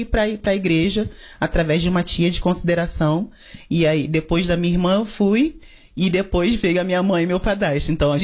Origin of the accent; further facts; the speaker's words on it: Duque de Caxias, Rio de Janeiro, Brazil; Mas eu sou lá de Duque de Caxias. Eu fui criada por minha mãe, Dona Denise, juntamente com meus três irmãos maravilhosos.